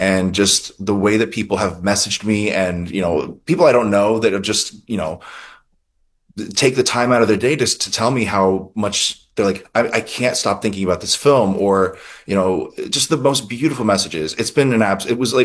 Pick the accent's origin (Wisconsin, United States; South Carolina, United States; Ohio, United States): Ohio, United States; Dover; my hometown in Dover at the Quaker Cinema